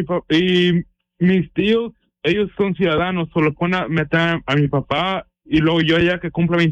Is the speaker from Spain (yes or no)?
no; Mexico